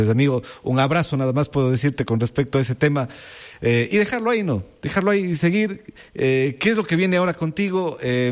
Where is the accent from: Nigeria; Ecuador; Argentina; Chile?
Ecuador; eso nos pasa a nosotros como ecuatorianos